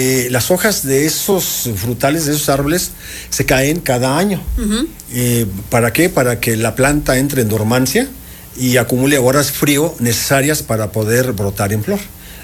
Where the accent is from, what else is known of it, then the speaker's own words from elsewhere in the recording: Tetela de Ocampo, Puebla, Mexico; yo vengo de La Cañada, municipio de Tetela de Ocampo, Puebla.